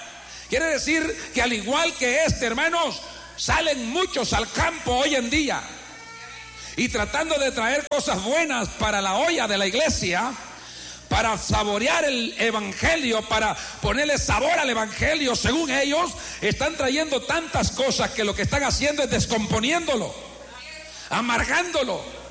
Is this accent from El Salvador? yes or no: yes; Eastern El Salvador, El Salvador; somos salvadoreños orientales, tiene que ser el mismo nombre